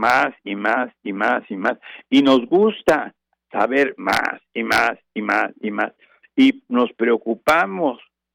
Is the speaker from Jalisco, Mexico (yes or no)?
yes; Guadalajara, Jalisco, Mexico; moved away; no obstante que vivía ya buenos años y tengo buenos amigos y quiero mucho a mi tierra